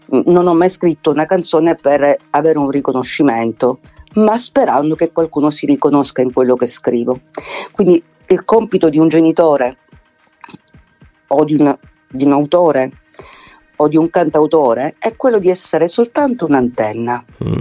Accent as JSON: {"language": "Italian", "town": "Palermo", "region": "Sicily", "country": "Italy"}